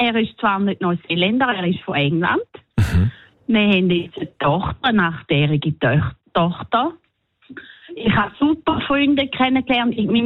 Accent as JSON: {"language": "German", "country": "Switzerland", "said": "Als Schweizer ist man manchmal ein bisschen ungewöhnlich."}